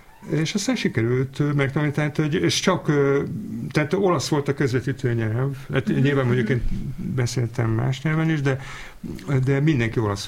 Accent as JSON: {"language": "Hungarian", "country": "Hungary", "moved": "yes", "said": "ami azért volt érdekes, hogy én Magyarországról jöttem, ahol ez ismeretlen volt"}